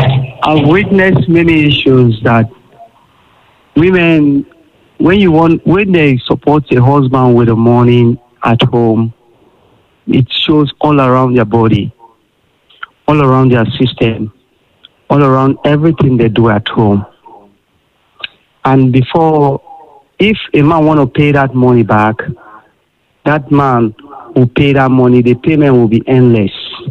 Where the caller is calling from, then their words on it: Akure, Ondo, Nigeria; I'm calling from Akure.